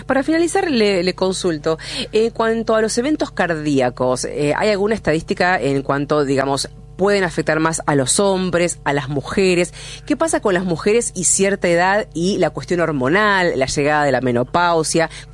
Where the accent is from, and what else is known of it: Argentina